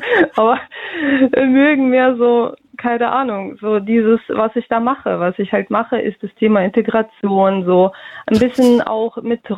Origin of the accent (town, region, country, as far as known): Russia